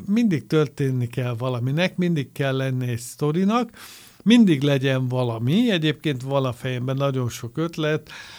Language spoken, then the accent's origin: Hungarian; Tatabánya, Komárom-Esztergom, Hungary; én egy tatabányai bányász gyerek vagyok, én onnan származom, ott élek a mai napig